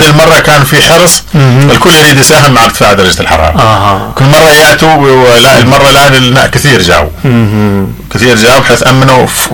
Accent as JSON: {"language": "Arabic", "region": "Hadhramaut", "country": "Yemen", "said": "نحن عندنا في حضرموت"}